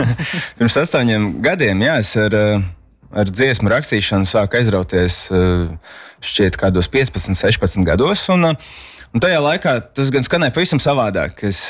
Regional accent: Tukums, Tukums Municipality, Latvia; Nu, es esmu audzis tukumā. Esmu izmācījies fantastiskais tukuma skoliņās

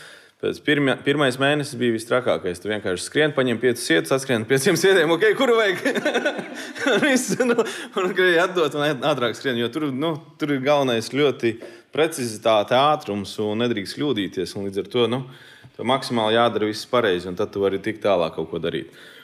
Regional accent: Malnava, Latgale, Latvia; now in Riga, Latvia; Jā, es nāku no Latgales, no Malnavas. Mana mamma arī gatavo un uzņem viesus.

